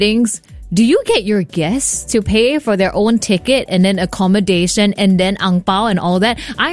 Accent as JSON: {"language": "English", "country": "Singapore", "tie": "born or raised there"}